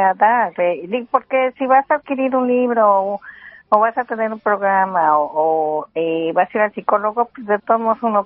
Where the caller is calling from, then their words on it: Sacramento, California, United States; De aquí de Sacramento.